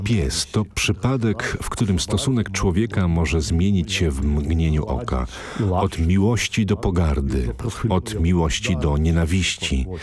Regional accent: Belarus; Psy Europy to Białorusini. My, Białorusini, jak psy, zawsze jesteśmy obok Europy.

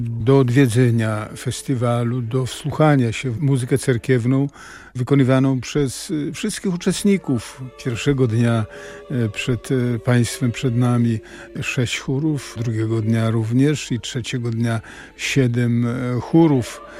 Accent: Podlaskie Voivodeship, Poland; u nas na Podlasiu

